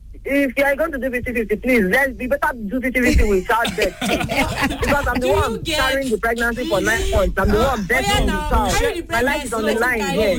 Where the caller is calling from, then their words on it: Ibadan, Oyo, Nigeria; Okay, so I'm … from Oluyole.